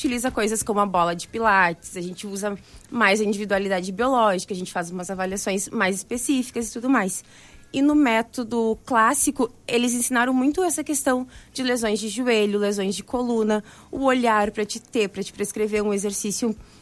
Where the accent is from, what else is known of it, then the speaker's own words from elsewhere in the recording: Porto Alegre, Rio Grande do Sul, Brazil; Não, eu curso Asufísio perto de casa, que eu sou de Porto Alegre.